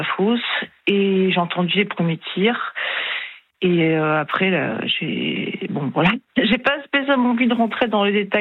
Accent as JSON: {"language": "French", "town": "Montpellier", "region": "Occitanie", "country": "France", "tie": "born or raised there", "also_born_or_lived": "Clermont-Ferrand", "moved": "as an adult", "said": "je suis originaire de Montpellier."}